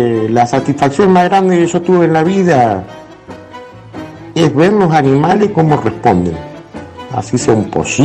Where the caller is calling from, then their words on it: Cululú, Santa Fe, Argentina; Un año en el río viviendo y por un tema de una enfermedad me vine al pueblito acá de Cululú, muy humilde.